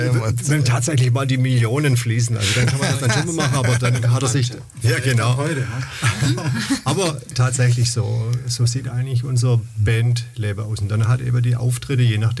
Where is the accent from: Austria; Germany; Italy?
Germany; Leinzell, Baden-Württemberg; Also, ich selbst komme aus der Nähe von Schwäbisch Gmünd, also Leinsell.